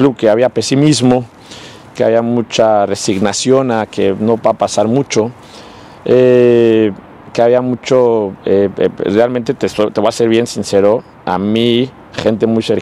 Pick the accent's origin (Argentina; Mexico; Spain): Mexico; como mexicano siempre da ilusión representar a mi país en un mundial, representé a mi país, fui campeón del mundo sub-17